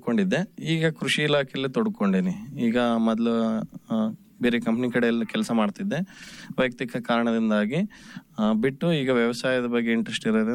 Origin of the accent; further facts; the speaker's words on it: Raichur, Karnataka, India; also born or lived in Bengaluru; ನಾನು ಪ್ರಾಥಮಿಕ ಶಿಕ್ಷಣ ಇದೇ ಗ್ರಾಮದಲ್ಲಿ ಪಡ್ಕೊಂಡಿನಿ, ಆಮೇಲೆ ಹೆಚ್ಚುವರಿ ಹೈಸ್ಕೂಲ್ ಶಿಕ್ಷಣ ಹಿರೇಬೂದು ಗ್ರಾಮದಲ್ಲಿ, ಆಮೇಲೆ ಕಾಲೇಜ್ ಅಂದರೆ PUC ದೇವದುರ್ಗ ನಮ್ಮ ತಾಲೂಕು ಮಟ್ಟದಲ್ಲಿ ಪಡ್ಕೊಂಡಿನಿ